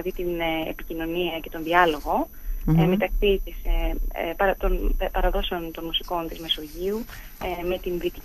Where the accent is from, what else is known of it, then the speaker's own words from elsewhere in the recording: Heraklion, Crete, Greece; moved away as an adult; μεγάλωσα στο Ηράκλειο.